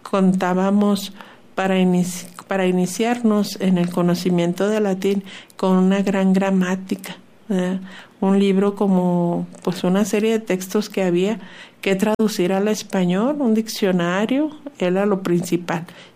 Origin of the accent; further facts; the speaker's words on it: Chihuahua, Mexico; born there; Curiosamente, fíjese, yo soy nacida en Chihuahua y la colonia industrial es donde vive toda mi familia, ¿verdad?